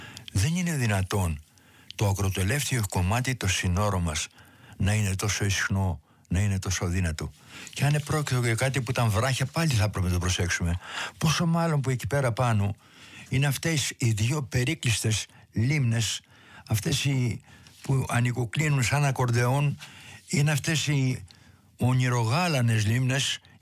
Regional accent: Florina, Western Macedonia, Greece; μιλάω πολύ συχνά για την πατρίδα μου, τη Φλόρνα, την Πρέσπα και το Αμίντου.

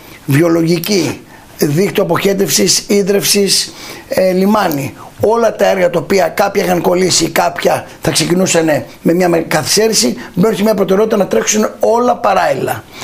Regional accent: Greek islands, Greece; είμαι νησιώτης, αλλά και γιατί εμείς εδώ σε νησιά ζούμε καθημερινά

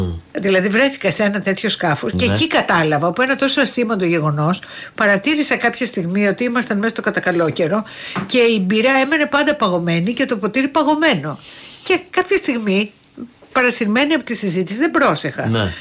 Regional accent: Volos, Thessaly, Greece; εγώ μεγάλωσα στο Βόλο, όπου τα δημόσια σχολεία ήταν τα καλά σχολεία.

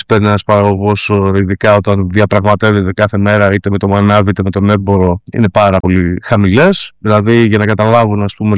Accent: Trikala, Thessaly, Greece; Κάποια στιγμή είχα γνωρίσει, ας πούμε, στην πόλη μου, στα Τρίκαλα

